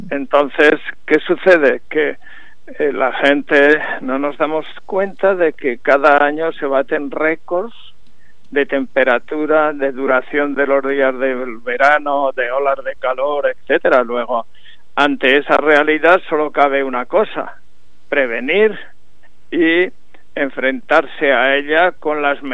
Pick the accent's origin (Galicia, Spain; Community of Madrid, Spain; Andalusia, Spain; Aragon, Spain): Aragon, Spain; Sorprendía lo verde que estaba hasta mi tierra de Monegros, ¿no?